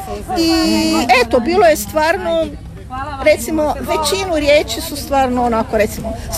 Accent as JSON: {"language": "Croatian", "town": "Zagreb", "region": "City of Zagreb", "country": "Croatia", "said": "sa kolegicom Gordanom Plavšić. Ja sam, mislim, došla iz Zagreba, a kolegica Plavšić je došla iz Pule."}